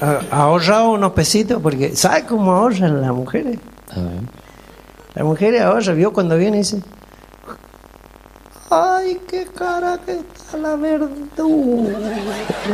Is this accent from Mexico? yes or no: no; Maipú, Mendoza, Argentina; born there; Yo nací en Mendoza, en Maipú. Maipú, nací en... hace mucho.